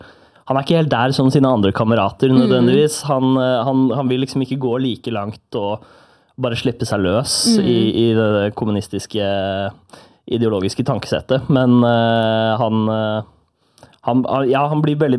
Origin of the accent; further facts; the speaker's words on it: Moss, Østfold, Norway; Swedish is a second language; Men jag är från Moss.